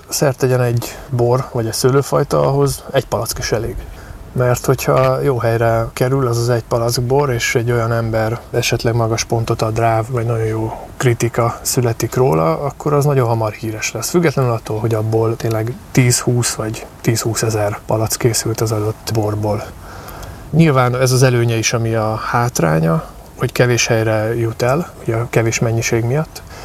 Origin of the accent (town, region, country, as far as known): Tapolca, Veszprém County, Hungary; born or raised there